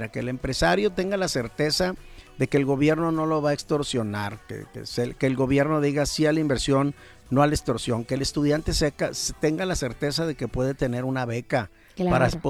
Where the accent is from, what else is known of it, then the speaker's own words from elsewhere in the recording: Nuevo León, Mexico; Nuevo León es especial, en el norte somos especiales.